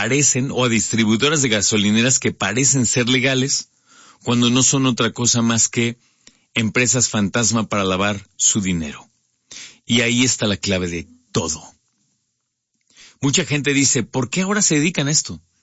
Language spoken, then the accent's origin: Spanish; Mexico